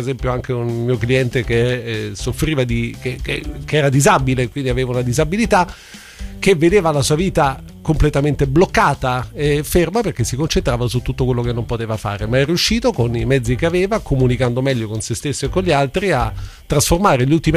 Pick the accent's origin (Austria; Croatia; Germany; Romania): Germany; Italian is a second language; now in Italy; perché sono tedesco, ho sempre avuto un po' un complesso sulla mia conoscenza dell'italiano